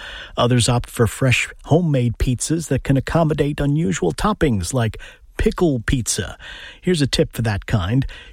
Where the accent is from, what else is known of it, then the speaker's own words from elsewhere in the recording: Bronx, New York, United States; Mind you, you couldn't pay me enough to eat pizza with pickles, but I'm from the Bronx, so what do I know?